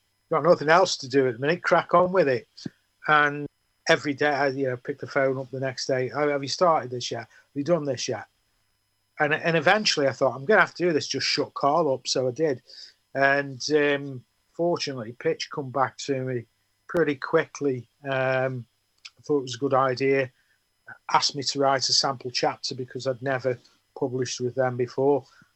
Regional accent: Stoke-on-Trent, West Midlands, United Kingdom; where I grew up in the Potteries.

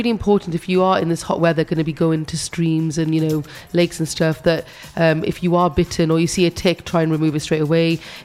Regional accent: Wales, United Kingdom; accent: Welsh; when I'm not working, I revert back to my usual, my Welsh accent.

